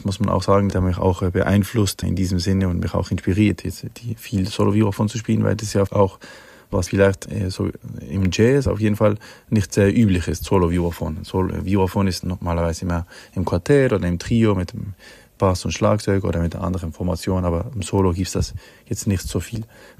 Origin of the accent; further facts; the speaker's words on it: Switzerland; moved away as an adult; Ich bin in der Schweiz aufgewachsen, habe auch dort Abi gemacht und war dort in der Musikschule und bin dann danach nach Berlin.